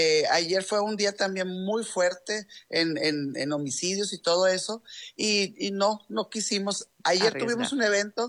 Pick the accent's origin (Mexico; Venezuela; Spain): Mexico; Sinaloa; lo que somos nosotros sinaloenses